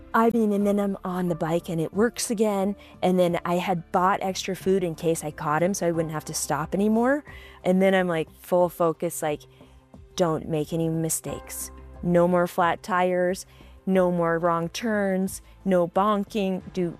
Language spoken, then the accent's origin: English; Alaska, United States; And I'm from Alaska.